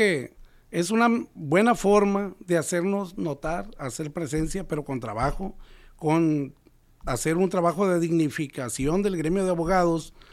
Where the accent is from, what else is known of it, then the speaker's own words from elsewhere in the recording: Villa Juárez, Sinaloa, Mexico; born there; el día de hoy estuve en mi tierra.